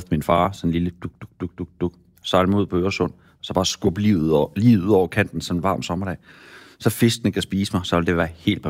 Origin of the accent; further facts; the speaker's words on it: Central Denmark Region, Denmark; Så fordi jeg er vokset op i Midtjylland, og kun har haft engelsk i 3 år, så er mit engelsk jo så skole dansk.